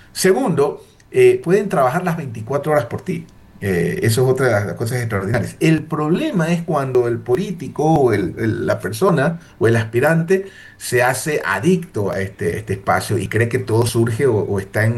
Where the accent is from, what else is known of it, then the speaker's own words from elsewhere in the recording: Colta, Chimborazo, Ecuador; cuando estás en Colta, en Colombia, en mi tierra?